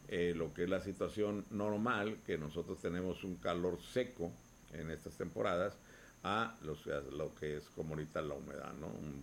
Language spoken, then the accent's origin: Spanish; Mexico; Como buenos mexicanos nos divertimos.